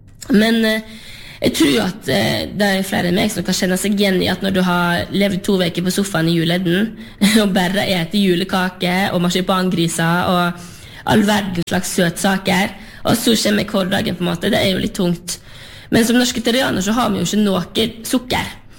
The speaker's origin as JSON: {"language": "Norwegian", "town": "Sørheim", "region": "Vestland", "country": "Norway"}